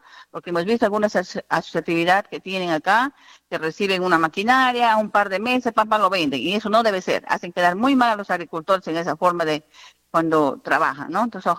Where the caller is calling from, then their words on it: Tonchima, San Martín, Peru; acá en Tonchima